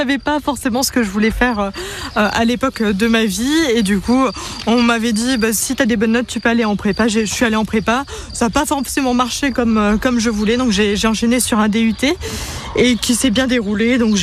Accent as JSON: {"language": "French", "town": "Thionville", "region": "Grand Est", "country": "France", "tie": "born or raised there", "moved": "as an adult", "lives_now": "Auvergne, France", "said": "je suis originaire de Moselle et je suis arrivée ici au parc."}